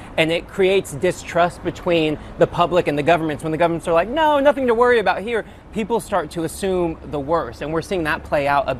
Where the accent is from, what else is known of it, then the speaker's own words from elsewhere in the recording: United States; being an American